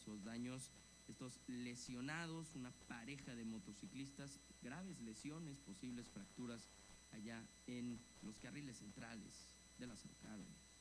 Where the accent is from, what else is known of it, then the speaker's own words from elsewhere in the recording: Mexico; todos somos mexicanos, todos estamos en este mismo país